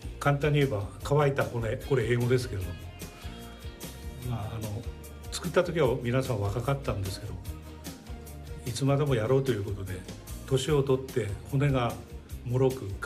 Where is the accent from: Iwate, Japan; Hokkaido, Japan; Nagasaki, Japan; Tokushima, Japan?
Hokkaido, Japan; born there; 私二中出身で、西高二中までずっと野球やって、